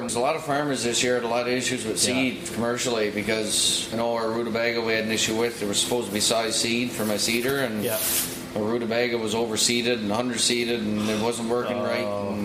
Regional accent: Daniel's Harbour, Newfoundland and Labrador, Canada; the Northern Peninsula, where I'm from Daniels Arbor back

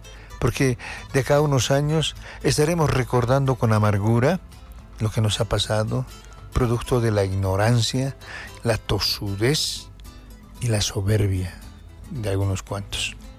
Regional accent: Bolivia; somos bolivianos

